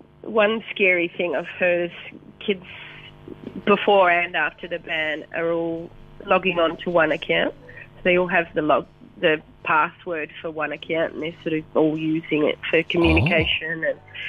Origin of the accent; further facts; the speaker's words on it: Ashburton, Canterbury, New Zealand; moved away as an adult; now in Australia; I grew up in Ashburton, so I went to Ashburton College and then studied at Lincoln